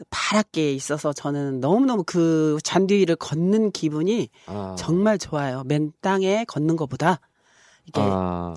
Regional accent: South Korea; born there; 고슴도치를 닮은 이도에서 태어났는데요.

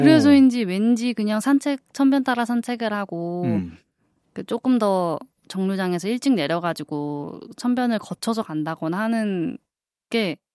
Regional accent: Jeonju, North Jeolla, South Korea; 여기서 태어나서 네, 쭉 전주에서 살고 있습니다.

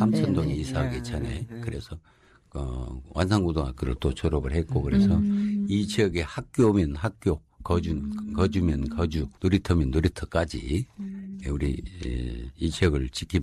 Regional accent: Jeonju, North Jeolla, South Korea; born or raised there

